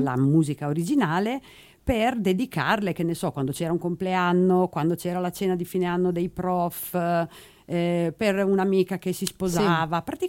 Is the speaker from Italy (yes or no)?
yes; Rimini, Emilia-Romagna, Italy; Nata a Rimini, sempre vissuta a Rimini, proprio di Rimini.